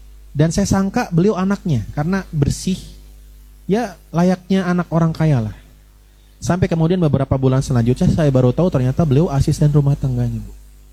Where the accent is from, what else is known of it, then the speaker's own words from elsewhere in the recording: Brebes, Central Java, Indonesia; Saya asalnya dari Brebes, Jawa Tengah.